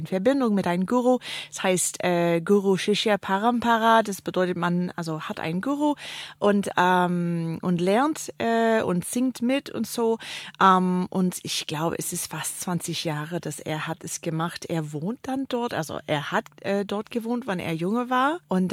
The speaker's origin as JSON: {"language": "German", "country": "Canada", "second_language": "German", "moved": "yes", "lives_now": "Tübingen, Germany", "said": "Also ich komme aus Kanada, ich bin hier jetzt in Tübingen seit 10 Jahren. Und ich habe gearbeitet, also ehrenamtlich für eine Gruppe in Kanada."}